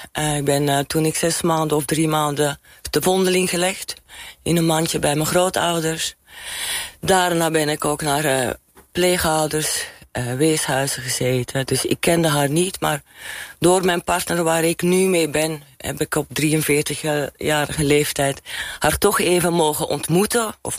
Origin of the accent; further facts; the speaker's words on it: Belgium; want ik kom uit België eigenlijk.